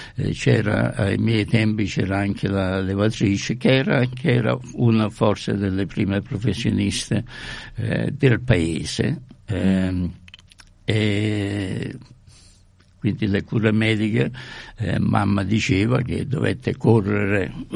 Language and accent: Italian; Montefredane, Campania, Italy; now in Australia; Io sono nato con la guerra, sono nato nel 39 e sono nato a Montefridane.